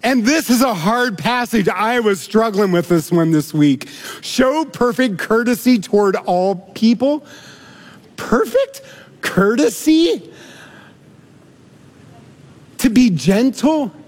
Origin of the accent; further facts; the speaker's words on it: United States; I think as American citizens, we should vote.